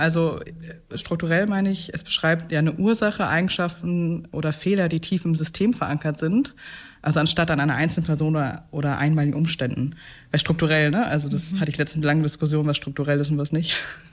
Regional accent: Bremen, Germany; als ich bin hier in Bremen aufgewachsen

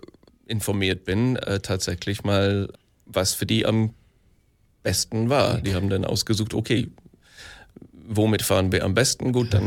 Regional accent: Yorkshire and the Humber, United Kingdom; German is a second language; aber alleine wo ich groß geworden bin, in Yorkshire, da kann man Viertelstunde Auto fahren nach Lancashire und da reden die Leute auch ganz anders.

